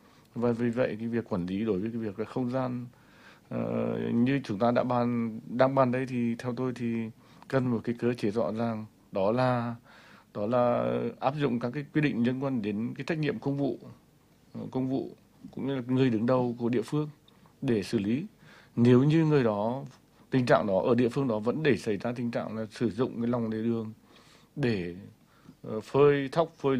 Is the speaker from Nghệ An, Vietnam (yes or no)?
yes; Vinh, Nghệ An, Vietnam; Tôi là người dân thành phố Vinh